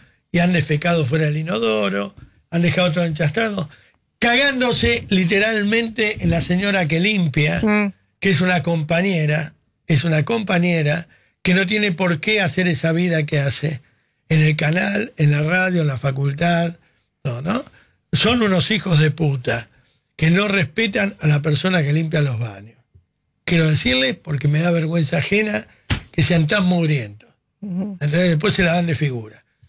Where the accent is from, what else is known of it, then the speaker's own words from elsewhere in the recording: Argentina; somos argentinos.